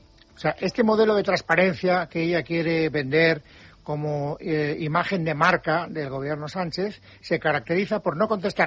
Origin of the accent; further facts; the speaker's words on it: Valencian Community, Spain; Soy valenciano.